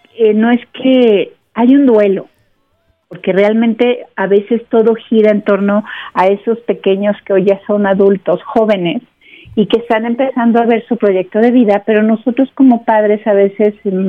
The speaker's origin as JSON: {"language": "Spanish", "country": "Mexico", "said": "lo maravilloso que somos como mexicanos"}